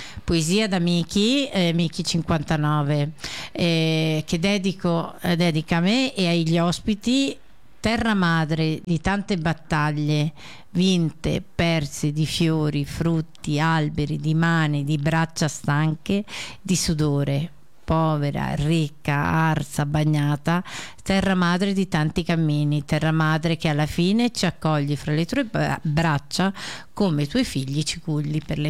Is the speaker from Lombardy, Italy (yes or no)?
no; Latina, Lazio, Italy; moved away; also born or lived in Trentino-Alto Adige; io vengo dalla terra di Latina, insomma, comunque diciamo più morbida come atteggiamento.